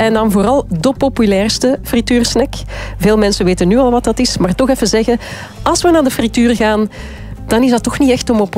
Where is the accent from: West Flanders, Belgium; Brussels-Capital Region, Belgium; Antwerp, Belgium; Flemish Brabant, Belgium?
Flemish Brabant, Belgium; Ik ben van Vlaams-Brabant, daar zeggen ze curryworst.